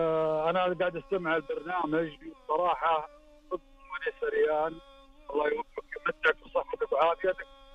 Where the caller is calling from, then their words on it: Riyadh, Riyadh Province, Saudi Arabia; من الرياض الله يحييك.